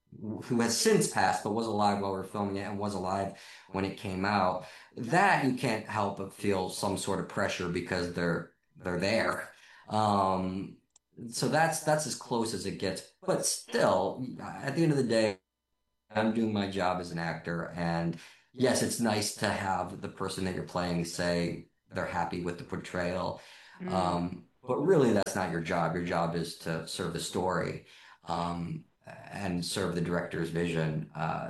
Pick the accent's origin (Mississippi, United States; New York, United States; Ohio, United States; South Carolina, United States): Ohio, United States; Cleveland; In fact, it's a world that I came from. I grew up in the Rust Belt